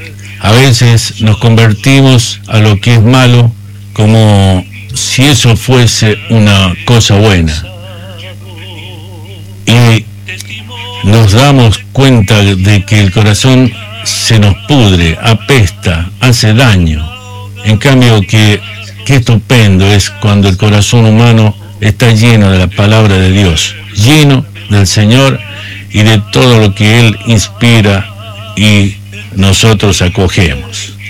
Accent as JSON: {"language": "Spanish", "region": "La Rioja", "country": "Argentina", "said": "de todos como riojanos"}